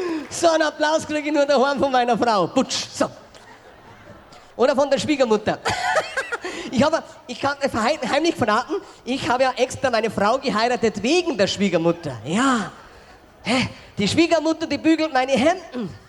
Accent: Bavaria, Germany; ich bin ja ein richtiger Bayer

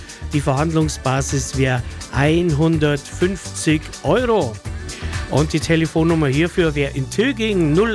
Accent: Velden an der Vils, Bavaria, Germany; Ja, jetzt gehen wir in meine Heimat mit dem nächsten Angebot. Da wird nämlich was verschenkt. Und zwar in Felden an der Vils.

